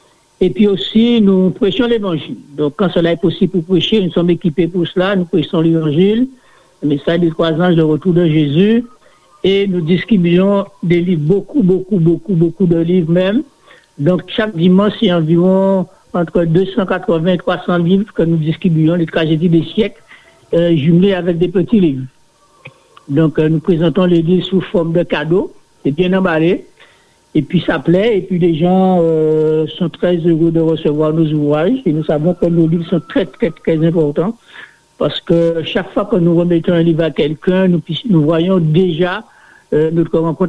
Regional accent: Saint-François, Guadeloupe; je suis de Saint-François, je suis membre de l'église de Le Moule, l'église adventiste du septième jour.

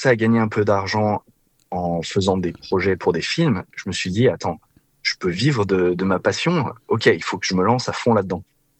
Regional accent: the Alps, France; moved away as an adult; now in Los Angeles, United States; je suis originaire des Alpes en France

